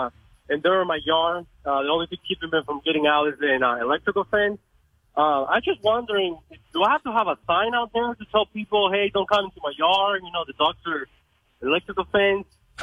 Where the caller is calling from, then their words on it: Cincinnati, Ohio, United States; Cincinnati, Ohio. I live in Amelia.